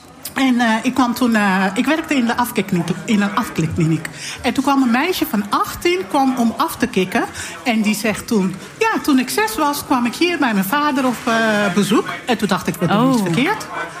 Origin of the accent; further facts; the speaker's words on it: Paramaribo, Suriname; now in Hellevoetsluis, Netherlands; Ik kom dus uit Paramaribo. En iedereen is daar tante.